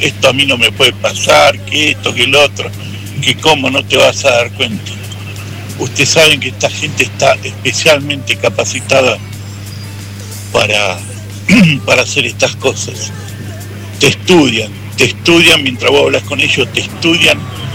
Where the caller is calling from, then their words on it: La Plata, Buenos Aires Province, Argentina; de La Plata.